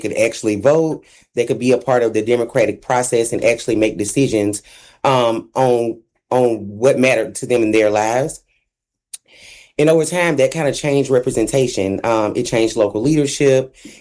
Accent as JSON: {"language": "English", "town": "Selma", "region": "Alabama", "country": "United States", "tie": "born or raised there", "said": "resulting in something very different from what I grew up in here in Selma, which, you know, we had things for youth to do."}